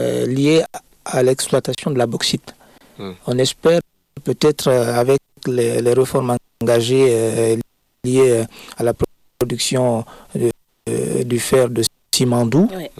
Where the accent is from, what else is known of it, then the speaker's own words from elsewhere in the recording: Guinea; moved away; en tant que Guinéen